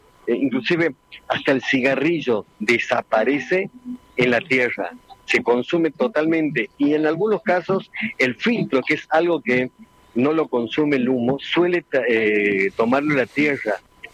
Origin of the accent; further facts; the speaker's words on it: La Quiaca, Jujuy, Argentina; moved away; yo soy de La Puna y muchos de las generaciones que vinieron después que yo me fui de La Quiaca